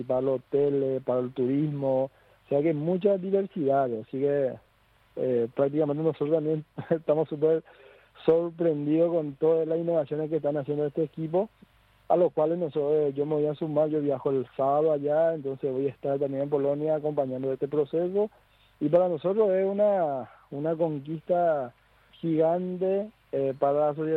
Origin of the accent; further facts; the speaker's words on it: Paraguay; yo diría también a todo lo que son nuestra cultura, tradiciones como paraguayo